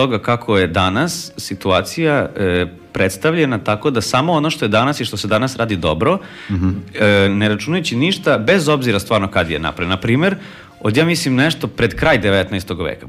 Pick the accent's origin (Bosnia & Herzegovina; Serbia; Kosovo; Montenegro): Serbia; Novi Sad, Vojvodina; ja sam iz Novog Sada i ja radim u Novom Sadu. I ja mogu da primetim i vidim da Novi Sad ne liči uopšte na onaj Novi Sad u kom sam ja odrastao i u kom sam se školovao.